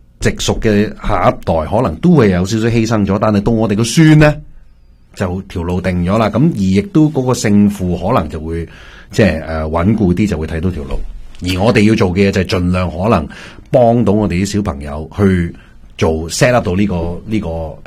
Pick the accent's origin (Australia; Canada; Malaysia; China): China; 但系我哋中国人嘅文化唔系喎